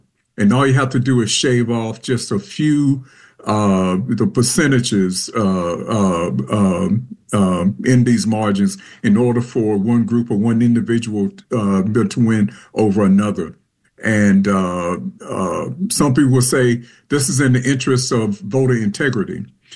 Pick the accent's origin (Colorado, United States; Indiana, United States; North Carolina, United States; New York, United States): North Carolina, United States; I'm from Eastern North Carolina